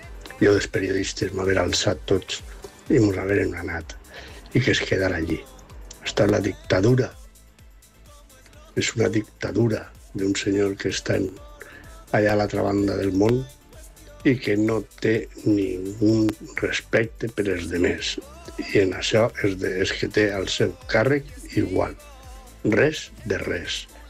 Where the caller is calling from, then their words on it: Valencia, Valencian Community, Spain; de València.